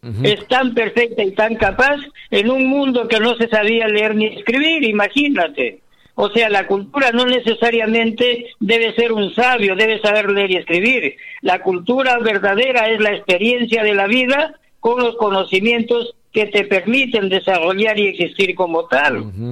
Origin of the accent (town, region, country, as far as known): Peru